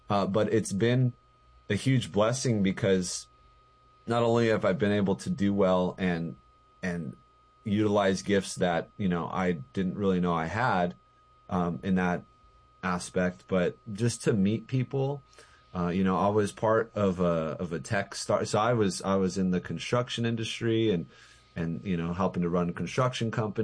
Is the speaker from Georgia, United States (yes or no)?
no; Albuquerque, New Mexico, United States; I came from Albuquerque. We have family in, you know, Colorado, other places.